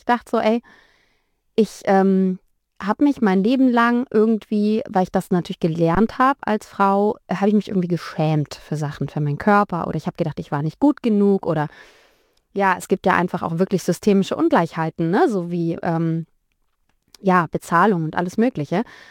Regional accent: Heilbronn, Baden-Württemberg, Germany; also born or lived in Thuringia; now in Tübingen, Germany; Also ich bin geboren in Thüringen, bin dann so kurz nach der Wende mit meinen Großeltern und meiner Mama ins Schwabenland gezogen, nach Heilbronn. Und bin dann mit Anfang 20

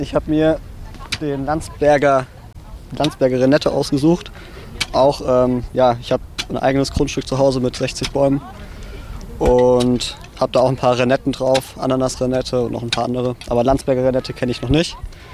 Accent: Hesse, Germany; now in Stuttgart, Germany; ich komme ursprünglich aus dem Großraum Darmstadt, studiere jetzt seit diesem Semester in Hohenheim Agrarwissenschaften.

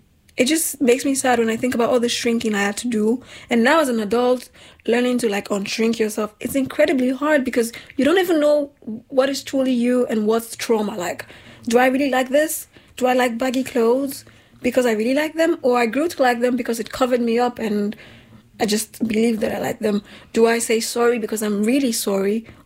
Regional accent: Nigeria; So I was saying that just growing up in Nigeria, it was incredibly difficult for me to feel like I was accepted

